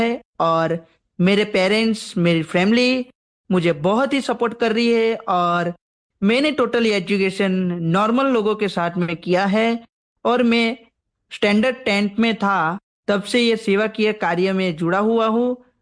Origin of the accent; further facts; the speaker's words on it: Rajpipla, Gujarat, India; also born or lived in Dhanpur; मैं गुजरात स्टेट के राजपिपला शहर से बिलोंग करता हूं